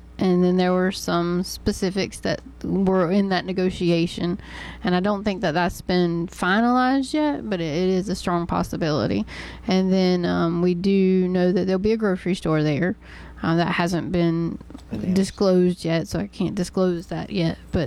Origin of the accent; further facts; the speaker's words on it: Lee County, North Carolina, United States; as a Lee County native and seven generations